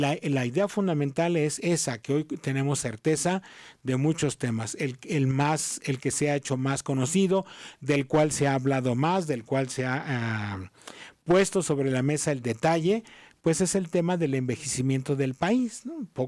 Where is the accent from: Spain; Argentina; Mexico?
Mexico